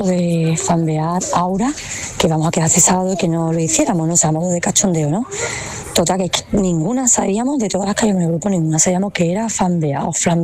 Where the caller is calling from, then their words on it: Seville, Andalusia, Spain; Buenos días, amigos desde Sevilla.